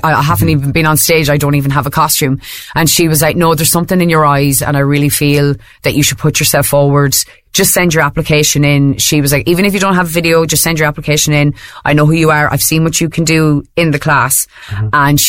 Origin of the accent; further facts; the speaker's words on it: Ireland; a woman growing up in Ireland and in a Catholic Ireland